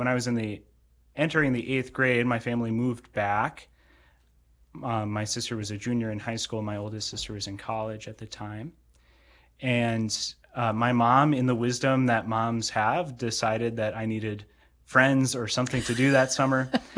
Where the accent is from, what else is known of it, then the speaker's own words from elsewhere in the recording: Webster, United States; also born or lived in Watertown; I was raised in kind of the Webster area, Wabe.